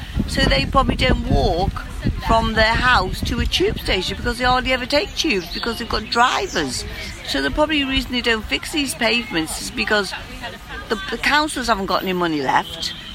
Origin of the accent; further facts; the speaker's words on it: Liverpool, North West England, United Kingdom; now in London, United Kingdom; I'm an artist based in London, professional artist, live in London, but I'm from Liverpool.